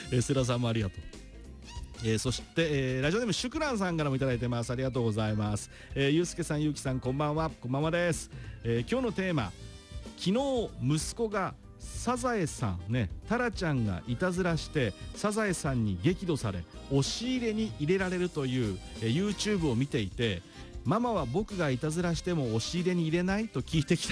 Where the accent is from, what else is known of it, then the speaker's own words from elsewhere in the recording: Sano, Tochigi, Japan; moved away; 先週ね、電車で実家に帰った時にそのふるさとの佐野駅に降りた瞬間、